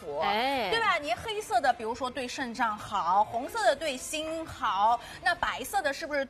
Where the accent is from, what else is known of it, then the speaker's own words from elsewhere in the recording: China; 因为我们中国人嘛，就是很注重这些养生。